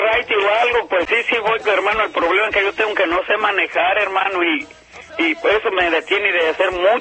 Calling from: Sanger, California, United States; Aquí de Sanger.

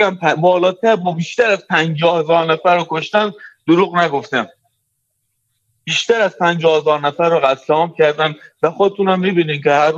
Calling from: Mashhad, Razavi Khorasan, Iran

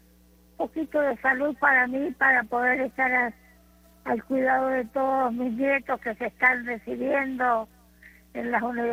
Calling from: Mendoza, Argentina; de Mendoza.

